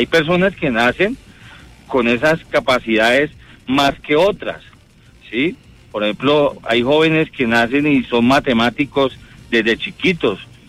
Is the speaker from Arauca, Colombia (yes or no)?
no; Bogotá, Bogotá Capital District, Colombia; Sí, yo soy de aquí de Bogotá.